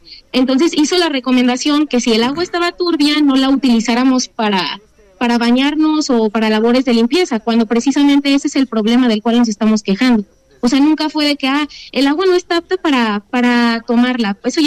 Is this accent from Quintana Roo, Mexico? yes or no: no; Guadalajara, Jalisco, Mexico; yo hablo también por mi municipio en específico, que soy de Guadalajara.